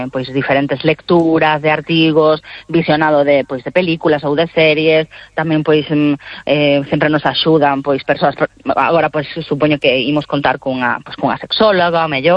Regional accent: Galicia, Spain; nos tamén somos creadoras galegas, co cal sempre a nosa visión, o facemos dende a nosa idiosincrasia

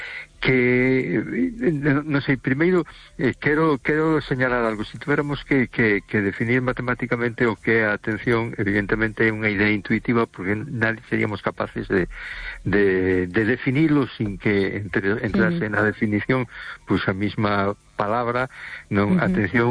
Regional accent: A Coruña, Galicia, Spain; Hola, buenas noches. … de Coruña.

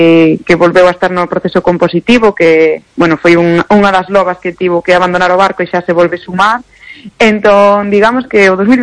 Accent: Galicia, Spain; eu creo que é un patrimonio, bueno, inmaterial, fundamental que nos define como galegos realmente.

